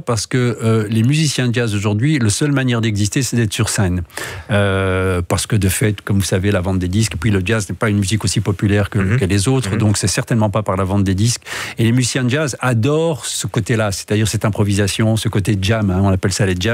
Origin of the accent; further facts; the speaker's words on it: Rome, Lazio, Italy; Voilà, je suis originaire en fait de Rome.